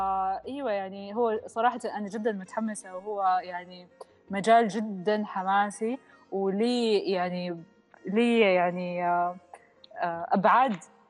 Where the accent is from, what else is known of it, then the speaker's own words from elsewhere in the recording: Saudi Arabia; عندنا في السعودية